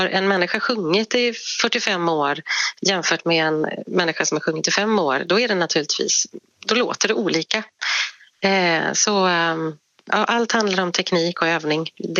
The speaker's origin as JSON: {"language": "Swedish", "town": "Borås", "region": "Västra Götaland County", "country": "Sweden", "said": "Så vi är ju från Borås, vet du, så vi håller ju hårt i vår textila tradition"}